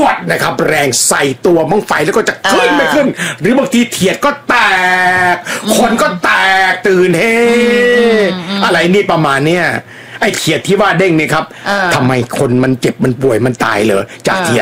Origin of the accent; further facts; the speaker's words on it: Roi Et, Thailand; บ้านผมเด้งบ้านเกิดของผมนะครับเสาร์อาทิตย์ที่ผ่านมานะครับพึ่งจัดงานบั้งไฟใหญ่เลยนะ